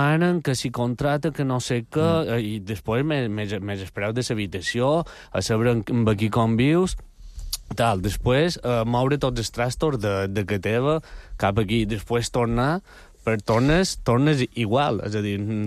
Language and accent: Catalan; Balearic Islands, Spain; No, no, jo soc mallorquí